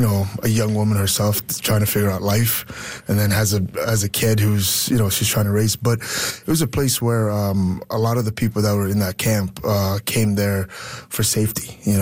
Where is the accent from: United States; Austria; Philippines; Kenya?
Kenya; Kakuma, Turkana County; I came from Kakuma Refugee Camp, which is, for me now sitting here, it's a far, far, far place, and it's almost like a place that doesn't exist. But my early childhood was, I would say, tough in a lot of ways